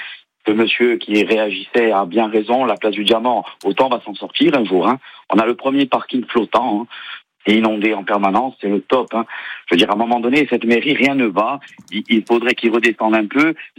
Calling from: Ajaccio, Corsica, France; Moi, j'habite à Pietralbe

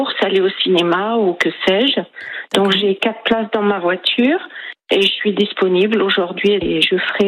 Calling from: Léognan, Nouvelle-Aquitaine, France; Alors je suis à Léognan

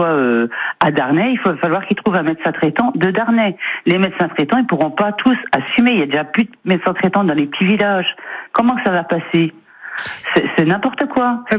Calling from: Vittel, Grand Est, France; Je suis à Vittel, oui.

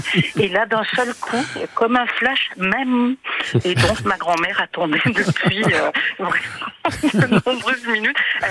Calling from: Grenoble, Auvergne-Rhône-Alpes, France; De Grenoble

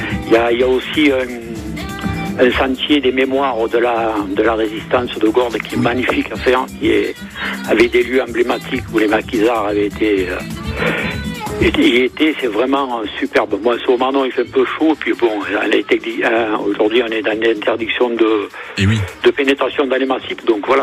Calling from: Goult, Provence-Alpes-Côte d'Azur, France; moi je suis sur Goult

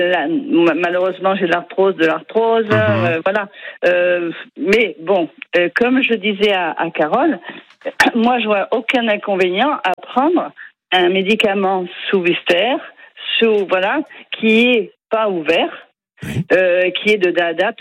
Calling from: La Seyne-sur-Mer, Provence-Alpes-Côte d'Azur, France; Je suis à Seyne-sur-Mer, c'est ça.

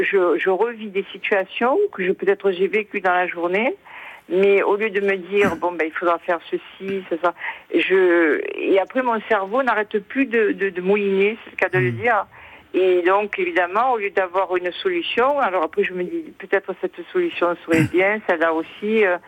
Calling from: Marseille, Provence-Alpes-Côte d'Azur, France; J'appelle des Bouches-du-Rhône. Marseille

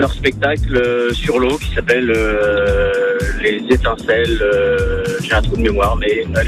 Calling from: Brittany, France; habitant pas très loin

